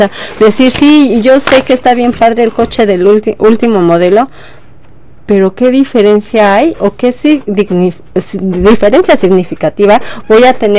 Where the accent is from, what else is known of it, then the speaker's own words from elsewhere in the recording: State of Mexico, Mexico; de donde vengo, que es del Estado de México.